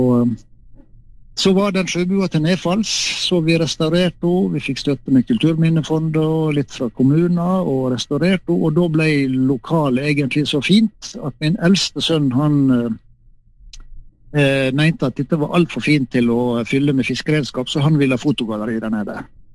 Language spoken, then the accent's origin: Norwegian; Ålesund, Møre og Romsdal, Norway; Nei, du er født og oppvokst oppe i Ålesund, helt i strandkanten på en fjord etter Borgundfjorden